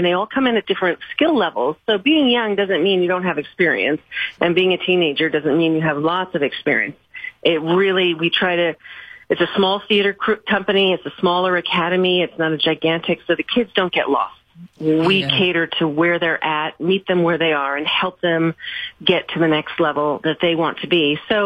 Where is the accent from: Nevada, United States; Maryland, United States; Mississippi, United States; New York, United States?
New York, United States; Plus, I'm from New York. So I really, you know, I'm magnetized to that type of area and those stories